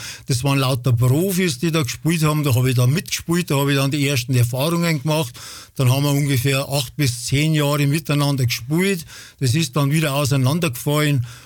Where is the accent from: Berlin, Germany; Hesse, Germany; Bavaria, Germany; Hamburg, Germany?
Bavaria, Germany; Ich liebe meine Heimat und ich wollte auch einen Namen aus meiner Heimat haben. … es kommt von der Holledau. Wir sagen Holledau